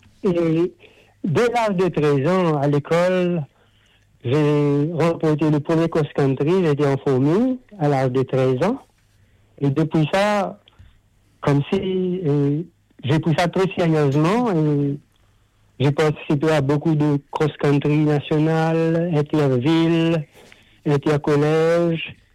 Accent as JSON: {"language": "French", "town": "Beau Bassin-Rose Hill", "region": "Plaines Wilhems", "country": "Mauritius", "tie": "born or raised there", "moved": "as an adult", "lives_now": "Sydney, Australia", "said": "Je suis né à Maurice et j'habitais à Beaubassin, Rosville, pendant plusieurs années. Et d'ailleurs … 77 ans. Et on a quitté Maurice en 1983 pour venir s'établir"}